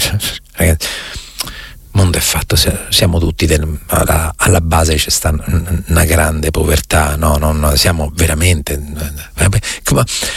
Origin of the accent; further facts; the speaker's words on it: Recanati, Marche, Italy; Guarda, non ti dico Recanati perché è il mio paese